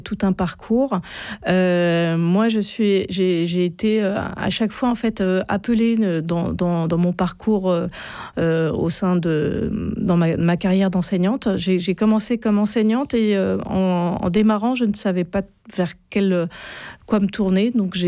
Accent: Brest, Brittany, France; now in Paris, France; Donc moi je suis originaire de Brest. Par hasard, mon mari a été muté à Nantes et donc j'ai eu une suppléance à Talensac en 99 d'une année. Et puis mon mari a été muté à Paris.

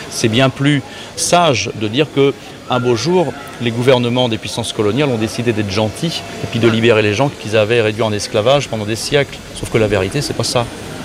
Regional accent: Saint-Laurent-du-Maroni, French Guiana; parce qu'on vient de Saint-Laurent-du-Maroni, à la frontière du Suriname.

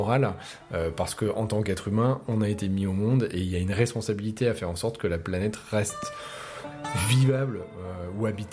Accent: France; notre position en tant que français occidental

